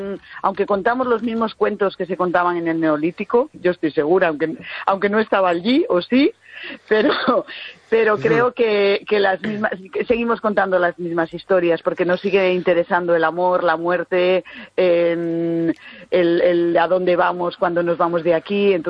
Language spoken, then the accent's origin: Spanish; San Vitero, Castile and León, Spain; born there; en mi pueblo, en San Vitero, donde vivo